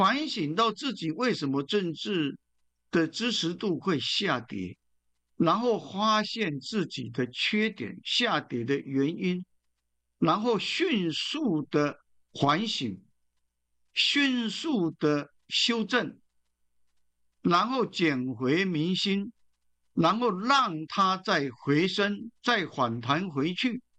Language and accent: Chinese; Taiwan; 我们台湾人很熟悉的